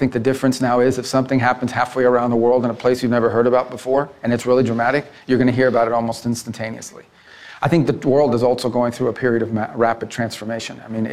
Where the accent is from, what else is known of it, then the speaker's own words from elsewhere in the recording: Miami, Florida, United States; Put aside for a moment my history, the fact that I'm Cuban-American, the fact that I grew up in Miami.